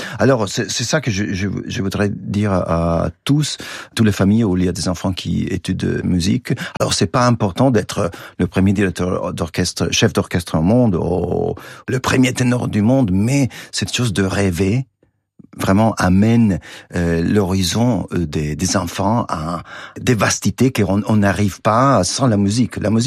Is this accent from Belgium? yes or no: no; Italy; accent: very Italian; French is a second language; moved away; also born or lived in Chicago / Paris; même avec mon accent très italien, je sais, je suis français.